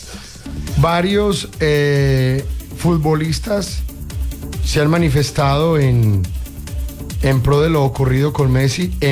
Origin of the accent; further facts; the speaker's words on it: Medellín, Antioquia, Colombia; somos nacidos y criados en Medellín